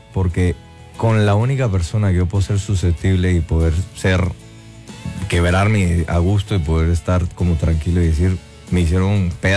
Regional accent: Guatemala; yo nací, crecí en Guatemala, en una finca con caballos, con vacas, al estilo americano.

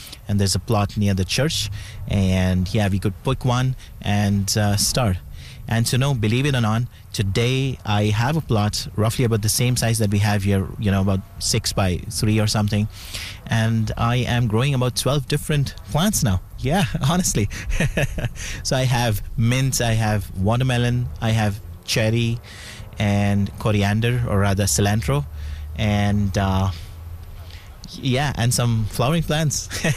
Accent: India; I'm originally from India. I've been here for just over a year.

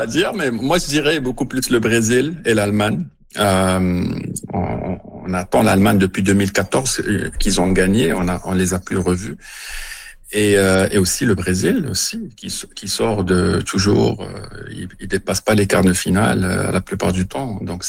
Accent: Morocco; d'où mon origine, je suis marocain

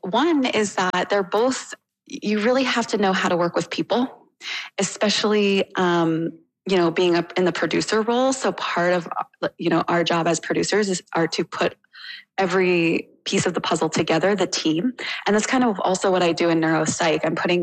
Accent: Fredericton, New Brunswick, Canada; moved away as an adult; also born or lived in Haynesville; now in Boston, United States; I absolutely loved growing up in Fredericton. I love the small town feel

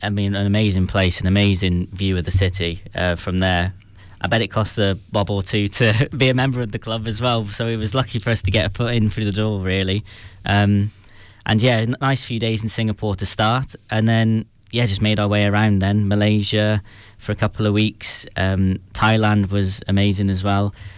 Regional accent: United Kingdom; moved away as an adult; now in Brisbane, Australia; for people coming from the UK, I think we would be fine.

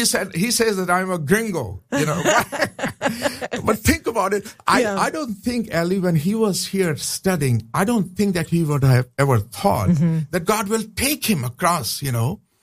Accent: Pakistan; I said, I'm a Christian from Pakistan.

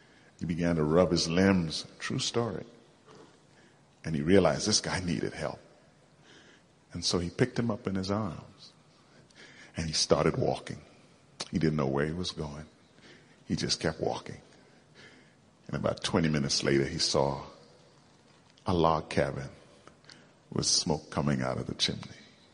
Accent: Canada; It's a true story. I grew up in Canada. I went from palm trees to ice, you know.

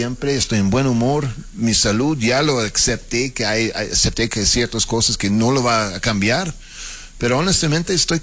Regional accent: Mexico City, Mexico; Soy chilango con acento, pues yo qué hago, ¿no?

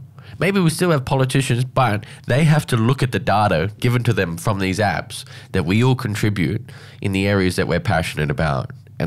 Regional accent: Alice Springs, Northern Territory, Australia

